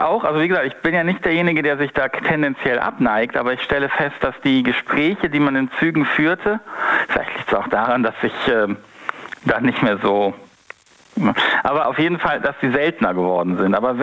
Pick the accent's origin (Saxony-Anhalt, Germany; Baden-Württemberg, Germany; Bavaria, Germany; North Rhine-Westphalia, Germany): North Rhine-Westphalia, Germany; Ich komme aus dem Rhein-Sieg-Kreis.